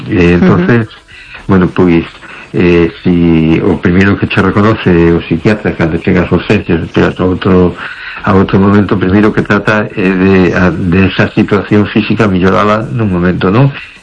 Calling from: A Coruña, Galicia, Spain; Buenas noches … de Coruña.

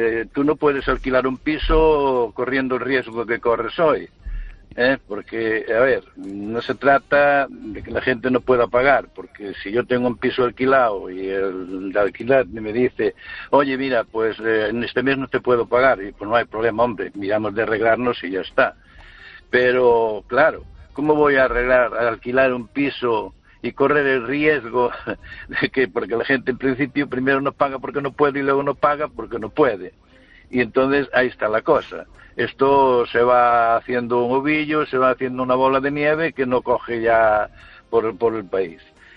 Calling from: Spain; En España, claro, somos gente, la mayoría, pues que tenemos una vivienda, una de herencia, otra que la hemos ganado, trabajando muy duro y todo lo demás.

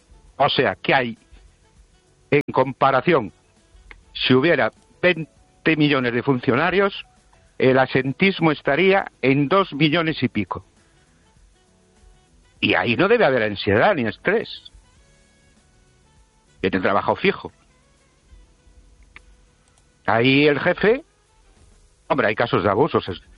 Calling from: Ourense, Galicia, Spain; de Orense.

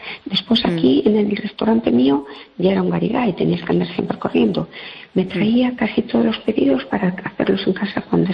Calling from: El Masnou, Catalonia, Spain; Yo vivo en Masnou, tú sabes dónde es.

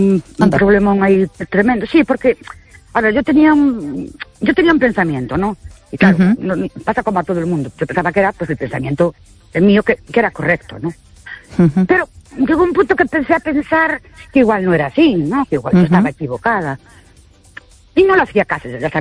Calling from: Ourense, Galicia, Spain; de Ourense.

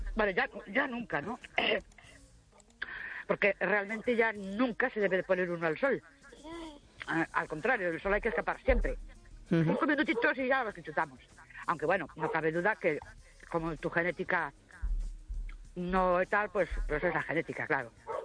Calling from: Ourense, Galicia, Spain; Buenas noches … de Ourense.

